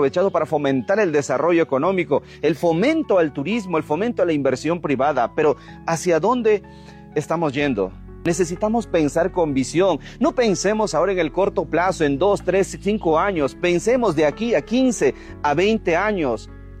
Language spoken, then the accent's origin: Spanish; Villarrica, Guairá, Paraguay; born there; Nací aquí en Villarrica, siento, amo esta tierra